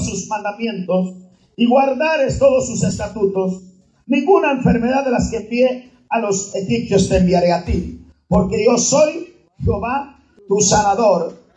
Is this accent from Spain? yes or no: no; Guatemala